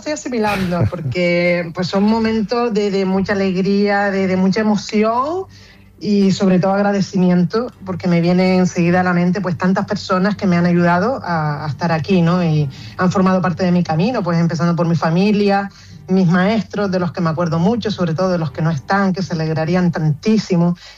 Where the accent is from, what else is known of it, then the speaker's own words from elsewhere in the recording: Canary Islands, Spain; yo me siento muy arraigada a mi tierra. Yo soy muy de vecindario del sureste de Gran Canaria, de mis orígenes, de Gran Canaria, de Canarias, a donde quiera que voy siempre va la palabra Canaria por delante.